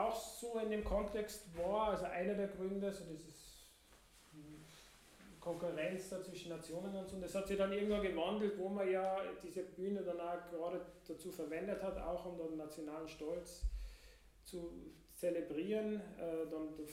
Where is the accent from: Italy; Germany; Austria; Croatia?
Austria; sage ich jetzt als Österreicher